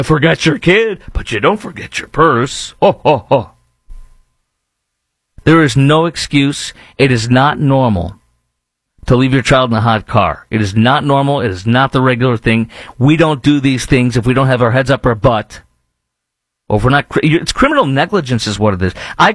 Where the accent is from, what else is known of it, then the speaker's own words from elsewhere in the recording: Chicago, Illinois, United States; And we'll juxtapose it with the serious crime problem as well on steroids in Chicago, my hometown.